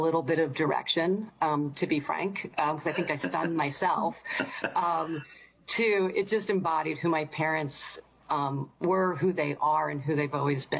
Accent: Philadelphia, Pennsylvania, United States; born there; Well, I said I grew up in Philadelphia

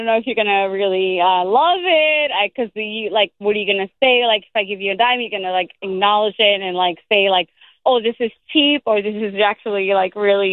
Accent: New York, United States; You know, obviously I'm from New York, so I definitely want them to win the Super Bowl as New Yorkers do, you know.

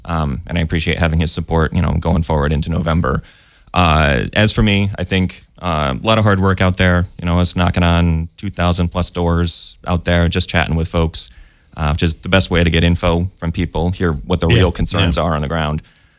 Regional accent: Floyd, New York, United States; also born or lived in Rome; now in Whitesboro, United States; So I was born in Rome. Yeah. I grew up in Floyd. Went to Holland Patton. And now my wife and I and our two boys live in Whitesboro.

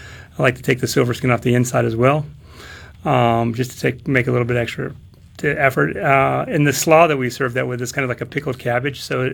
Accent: California, United States; born or raised there

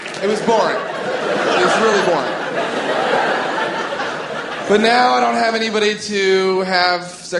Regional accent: Morgantown, West Virginia, United States; We were in my hometown. I'm from Morgantown, West Virginia.

